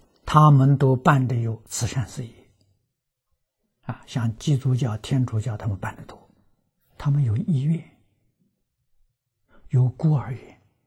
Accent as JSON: {"language": "Chinese", "country": "China", "said": "可是四摄法里面的布施呢，就是我们中国人常讲的请客送礼，就是这个意思。"}